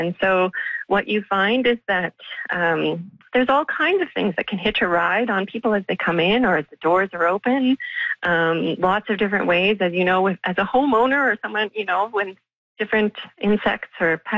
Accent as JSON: {"language": "English", "town": "Winnipeg", "region": "Manitoba", "country": "Canada", "tie": "born or raised there", "said": "I was born and raised here in Winnipeg, so I grew up with this museum."}